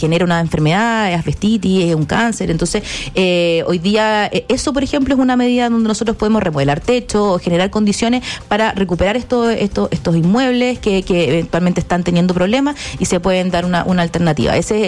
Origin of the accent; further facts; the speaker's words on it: Valparaíso, Chile; yo soy de Valparaíso